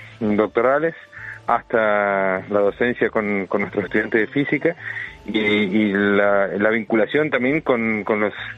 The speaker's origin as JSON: {"language": "Spanish", "country": "Argentina", "said": "Y por supuesto, como argentino, es un orgullo tener la Feria del Libro."}